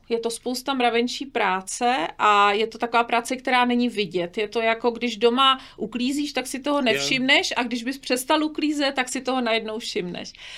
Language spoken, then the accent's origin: Czech; Studená, South Bohemian Region, Czechia; moved away as an adult; also born or lived in Prague; pocházím ze Studené, což je u Jindřichova Hradce